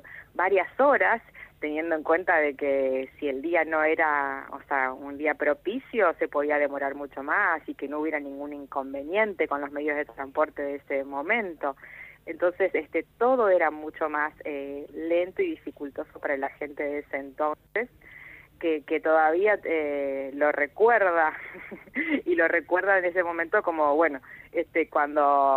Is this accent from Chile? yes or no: no; Argentina; como entrerrianos, como santafesinos y como argentinos.